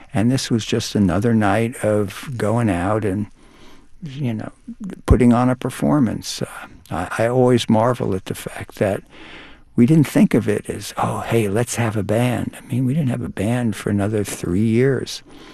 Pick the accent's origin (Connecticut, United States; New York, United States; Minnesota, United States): New York, United States; Brooklyn; And when I was growing up in Brooklyn, I would see the older kids on the corner hitting notes, as it were.